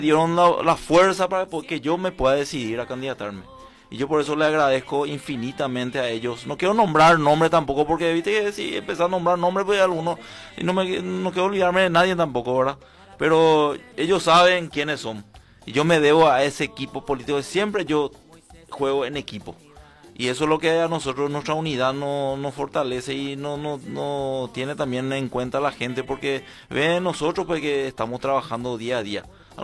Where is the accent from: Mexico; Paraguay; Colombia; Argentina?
Paraguay; Carapeguá, Paraguarí; yo soy muy fanático de mi ciudad. Mira, yo nací acá y soy malcriado de Carapeguá